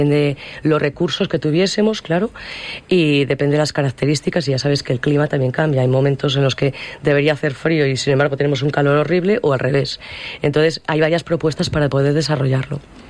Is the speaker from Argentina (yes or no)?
no; El Bierzo, Castile and León, Spain; yo soy berciana